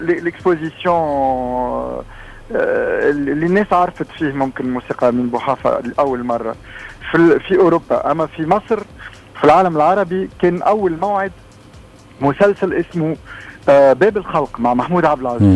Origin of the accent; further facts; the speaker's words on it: Tunisia; كي كنت صغير كنت في تونس